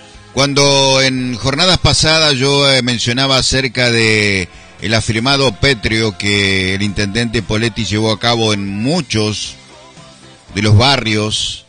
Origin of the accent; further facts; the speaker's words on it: Santa Fe, Argentina; nosotros como santafesinos, Santa Fe Capital